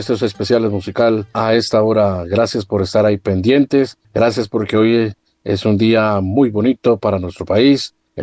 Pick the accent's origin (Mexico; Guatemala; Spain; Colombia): Colombia; Estamos orgullosos de ser colombianos